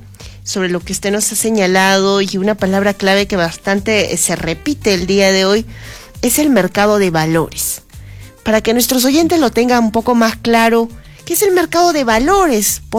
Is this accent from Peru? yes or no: yes; Peru